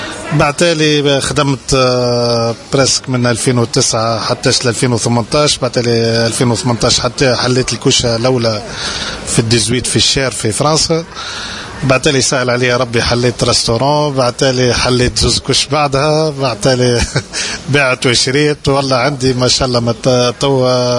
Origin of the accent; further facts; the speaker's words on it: Tunisia; now in France; أنا عشت وترعرعت في تونس وكل شيء، نحس روحي أنا ديما غريب في فرنسا